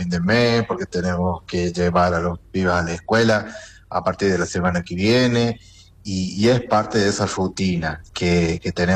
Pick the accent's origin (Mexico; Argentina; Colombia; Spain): Argentina; el orgullo que hemos sentido como argentinos.